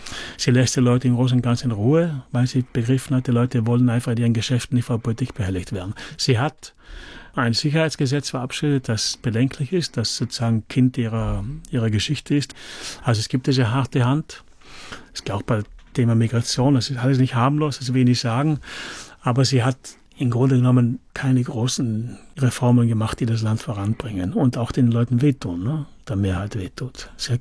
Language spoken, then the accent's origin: German; Italy; Dafür zahlen wir heute noch, als Italiener heute noch, ja.